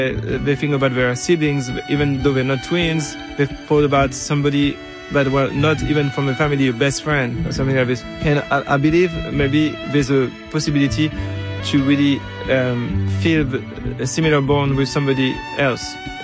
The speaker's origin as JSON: {"language": "English", "town": "Paris", "region": "Île-de-France", "country": "France", "tie": "born or raised there", "lives_now": "United States", "said": "I grew up in Paris, listening to your music, to your records, at early on when I was studying at the conservatory"}